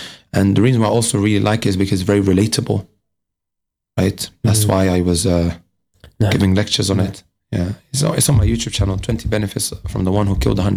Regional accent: Leicester, East Midlands, United Kingdom; So I'm from Leicester, but I come visit her from time to time.

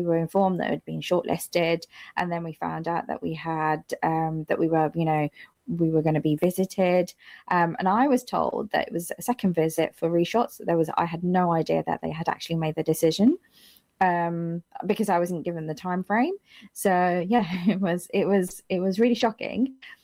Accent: Wimbledon, London, United Kingdom; I'm a very proud Womble. I am from Wimbledon, southwest London. I'm one of three.

